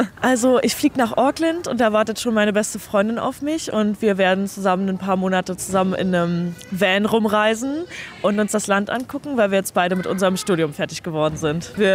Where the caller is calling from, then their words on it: Halle, Saxony-Anhalt, Germany; ich komme aus Halle